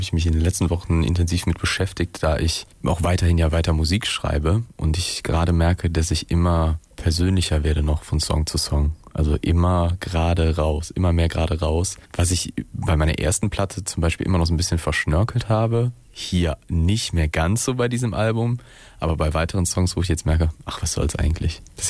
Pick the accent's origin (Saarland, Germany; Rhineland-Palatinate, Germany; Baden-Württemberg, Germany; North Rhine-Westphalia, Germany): North Rhine-Westphalia, Germany; Düren district; now in Cologne, Germany; Ich bin im Kreis Düren groß geworden und bin da immer noch sehr, sehr gerne, habe da einen Großteil meiner Freunde